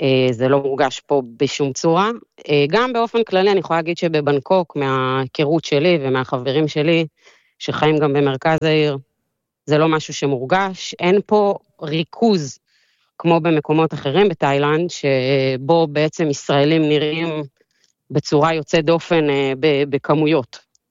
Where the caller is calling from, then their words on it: Bangkok, Thailand; אנחנו גרים באיזושהי שכונה שהיא מחוץ, קצת במרחק של איזה 40 דקות נסיעה ממרכז העיר.